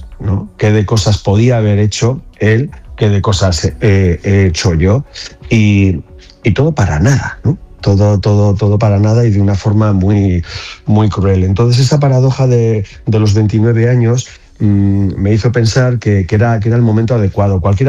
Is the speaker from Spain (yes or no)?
yes; Basque Country, Spain; yo era un tipo con 29 años al que le mandan al País Vasco, de donde soy yo